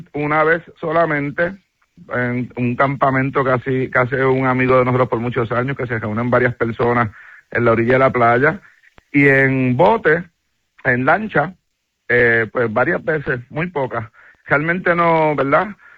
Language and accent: Spanish; Cabo Rojo, Puerto Rico; also born or lived in Mayagüez; Nací en el hospital de Mayagüez y tan pronto le dieron de alta a mi mamá, pues regresé a Cabo Rojo.